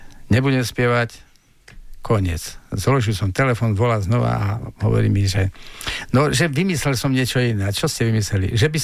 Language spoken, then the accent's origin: Slovak; Telgárt, Banská Bystrica Region, Slovakia